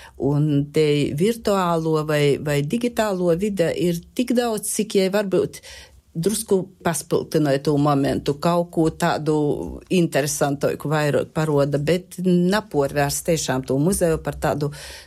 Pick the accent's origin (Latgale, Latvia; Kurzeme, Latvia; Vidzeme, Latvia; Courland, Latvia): Latgale, Latvia; first language Latgalian; Latgola ir mana dzimto puse. Latgalies runāju savā motis tāva valūdā. Latgalies arī atsagrīžos pēc studējām strodot.